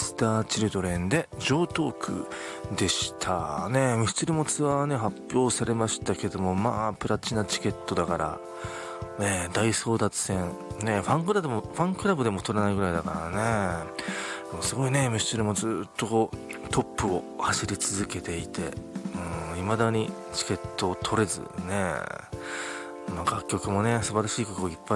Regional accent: Saitama, Japan; 生まれも育ちも埼玉県の僕が実際に行ったお店や場所、そしてこれから行ってみたいところなど

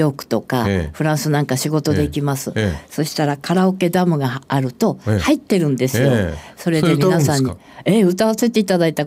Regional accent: Sapporo, Hokkaido, Japan; born there; 1950年、2月24日、はい、札幌の生まれです。

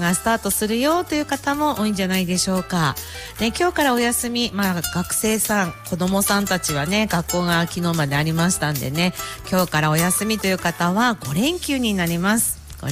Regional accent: Iwaki, Fukushima, Japan; 私はね、保育所に通ってたんですけど、その時に小名浜の本町保育所出身なんですけれどもね

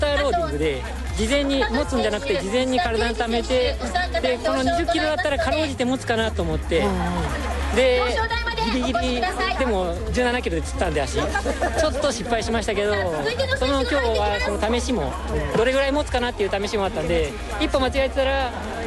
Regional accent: Okazaki, Aichi, Japan; 僕岡崎出身ここなんで

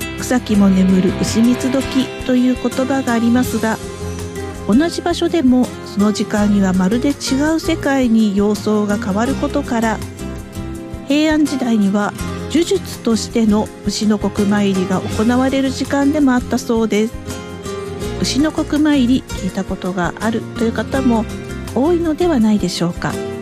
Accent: Chiba, Japan; now in Tokyo, Japan; 千葉で育った私

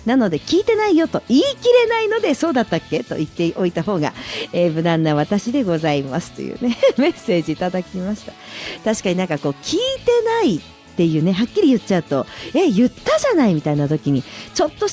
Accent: Sapporo, Hokkaido, Japan; 私雪国札幌出身なんですけれども

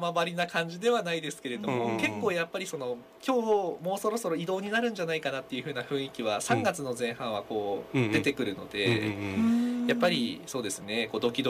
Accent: Ichinoseki, Iwate, Japan; moved away as an adult; also born or lived in Miyako; now in Ninohe, Japan; 一ノ関市の出身でして。

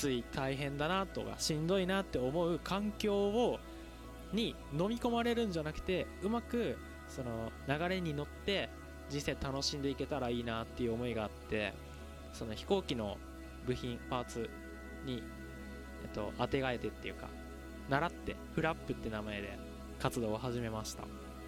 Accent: Shizuoka, Japan; 静岡出身なんですよ。で、沖縄から静岡にかけて飛行機で飛んで帰るんですけれども、

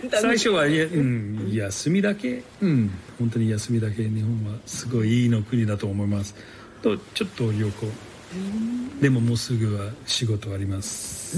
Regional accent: Australia; Japanese is a second language; moved away as an adult; now in Japan; オーストラリア。

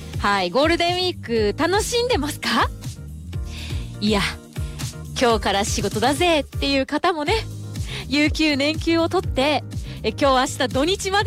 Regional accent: Okinawa, Japan; moved away; 私沖縄出身なんですけど

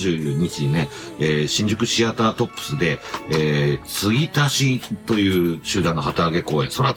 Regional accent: Fukuoka, Japan; 私のは福岡の表立子出身で

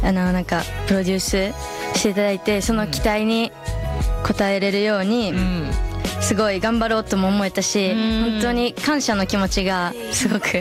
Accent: Kansai, Japan; now in Tokyo, Japan; 地元はみんな関西で、

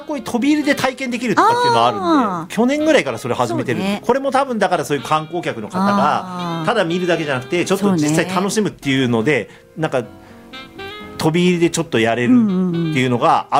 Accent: Hokkaido, Japan; 地元の札幌とか旭川とか函館のなんか美味しいお店とか名店がこうずらっと来てとか

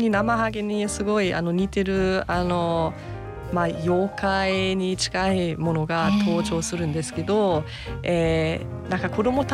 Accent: southern Germany, Germany; Japanese is a second language; moved away as an adult; now in Japan; 生まれ育った地域も東北との共通点がすごく多くて

